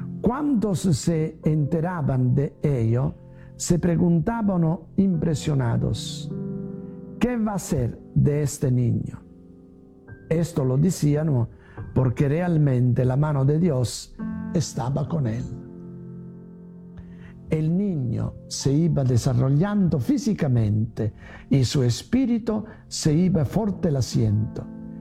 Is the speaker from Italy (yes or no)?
yes; Italy; now in Van Nuys, United States; Soy un sacerdote italiano de la Congregación de los Padres Relacionistas y trabajo en la parroquia de Santa Isabel en Van Nuys.